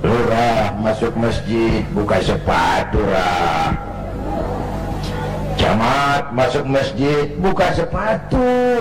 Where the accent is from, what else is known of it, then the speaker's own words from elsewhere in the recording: Kebayoran, Jakarta, Indonesia; born there; Bahwa saya lahir di Kebayoran, itu sih kebetulan.